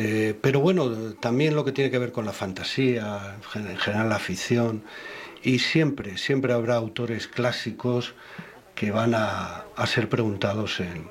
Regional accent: Béjar, Castile and León, Spain; born there; now in Mogarraz, Spain; Yo nací en Béjar, ya hace unos cuantos años, 60 años.

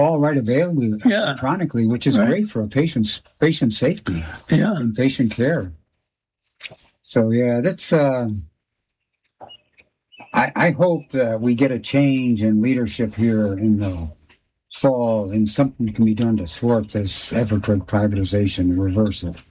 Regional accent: Buffalo, New York, United States; So when I was a kid and growing up in Buffalo, New York, and unions were really strong there.

